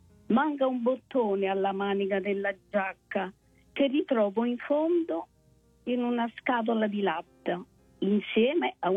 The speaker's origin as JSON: {"language": "Italian", "town": "Cantalupo nel Sannio", "region": "Molise", "country": "Italy", "moved": "yes"}